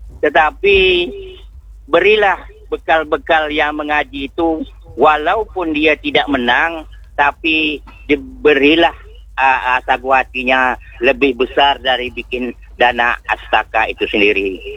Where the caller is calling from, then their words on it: Tanjung Pinang, Riau Islands, Indonesia; Tok Londe, Kampung Bulang.